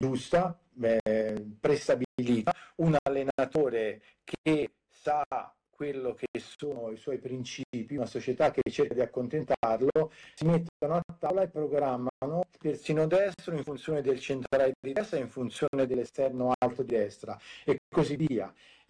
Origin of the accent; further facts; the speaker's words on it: Tuscany, Italy; Io me l'auguro, sia per la Fiorentina, anche da Toscano